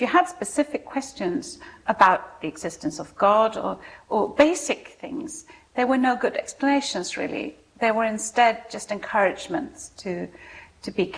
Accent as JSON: {"language": "English", "country": "Sweden", "tie": "born or raised there", "said": "I was born and raised in Sweden by a Swedish mother and a Croatian father."}